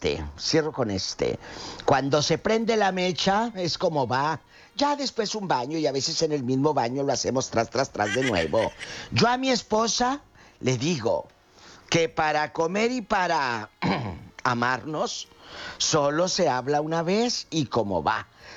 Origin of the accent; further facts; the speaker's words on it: Guanajuato, Mexico; soy de acá, de Salamanca, de donde sea, de Irapuato.